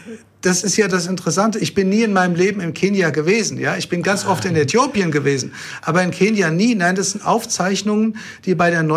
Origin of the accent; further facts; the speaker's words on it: Bad Homburg, Hesse, Germany; also born or lived in Rhineland-Palatinate; Ich komme aus Rheinland-Pfalz. Nein, ich bin in Rheinland-Pfalz geboren und bin aber aufgewachsen in Bad Homburg. Bin als kleines Kind dahin gekommen. Fühle mich auch als Bad Homburger so von meiner Heimat her.